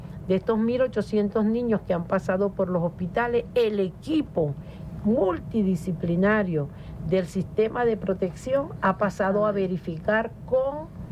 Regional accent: Venezuela; Nosotros somos venezolanos, somos venezolanas

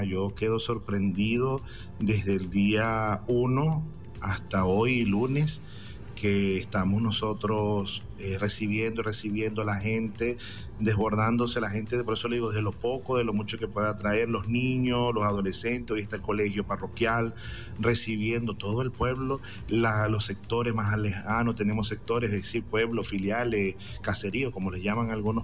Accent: Venezuela

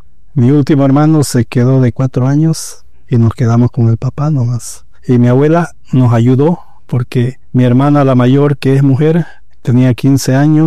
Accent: El Torno, Santa Cruz, Bolivia; Prácticamente yo me crié acá en el Torno con mis hermanos. Yo el día que reconozco ya me acuerdo de acá del Torno nomás. Yo acá nací.

